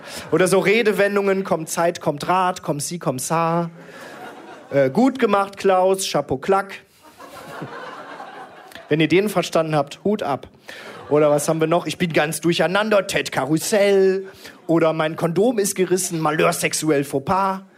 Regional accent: Krefeld, North Rhine-Westphalia, Germany; born or raised there

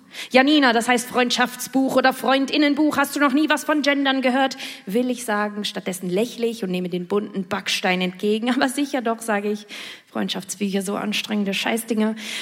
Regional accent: Switzerland; Ich komme aus der Schweiz

